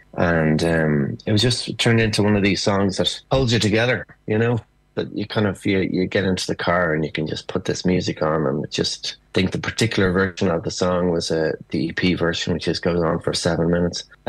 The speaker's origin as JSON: {"language": "English", "country": "Ireland", "said": "And I suppose as Irish people, we have a sense of we are rare in the Western world as a country that never colonized, and we were done to rather than the doing."}